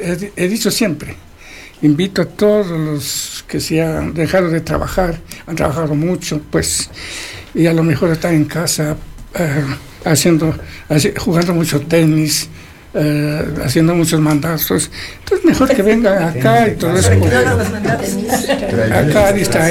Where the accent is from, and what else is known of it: Carchi, Ecuador